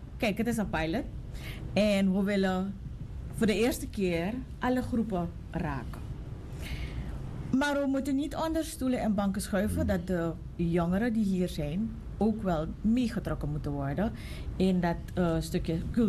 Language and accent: Dutch; Suriname; now in Netherlands; ik kan Sranang Tongo praten. Of, weet je, omgekeerd, ik kan Sranang Tongo praten, dus ik ben any which way around. Maar wij in Suriname hebben wel iets